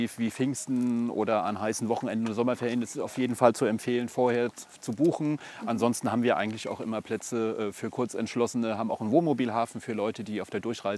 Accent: Gedern, Hesse, Germany; moved away as an adult; Ich bin hier groß geworden, meine Familie lebt noch hier

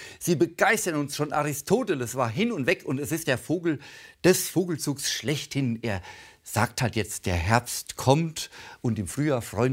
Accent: Büttelborn, Hesse, Germany; zum Beispiel Bruchwiesen bei Büttelborn, meiner Heimat.

